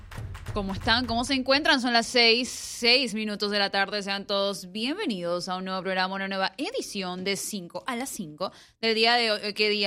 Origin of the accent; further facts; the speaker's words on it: Colón, Panama; Soy la vaquerita de Aspinwall